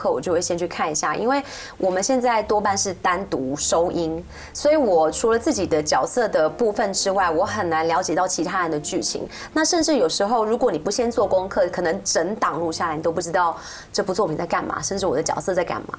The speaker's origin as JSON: {"language": "Chinese", "country": "Taiwan", "said": "我们台湾人听了会觉得哎好有亲切感"}